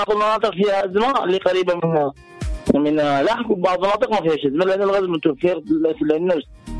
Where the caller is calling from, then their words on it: Yemen; نحن غزنا في الشمال